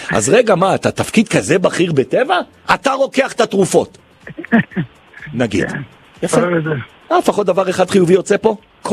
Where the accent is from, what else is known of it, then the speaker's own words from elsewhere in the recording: Jerusalem, Jerusalem District, Israel; כי אני ירושלמי גאה